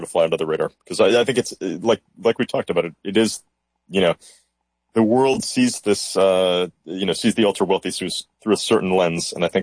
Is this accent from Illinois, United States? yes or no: no; Rochester, New York, United States; No, I grew up in Rochester, New York. My father is an optometrist, so definitely was comfortable, but not rich, not wealthy.